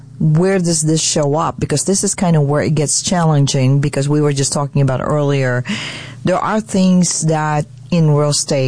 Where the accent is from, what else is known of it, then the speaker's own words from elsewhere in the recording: Philippines; I'm Filipino, right?